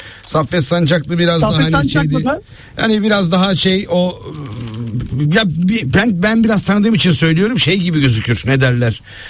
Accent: İzmit, Kocaeli, Turkey; İzmitliyim ben. Beni Kocaeli'ye sokmazlar.

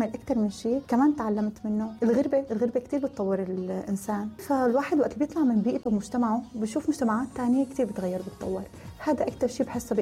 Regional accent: Syria; now in United Arab Emirates; يعني أنا عن تجربتي، أنا سلال تجربتي شي 7 سنين تاكل، بس نحن كسوريين شعب محبب بالإمارات.

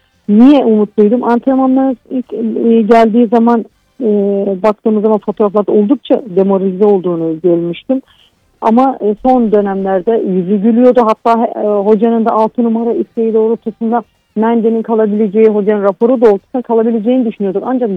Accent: Tonya, Trabzon, Turkey; benim köyüme çok benziyor. Tonya Melikşah Köyü, Trabzon'un Tonya Melikşah Köyü

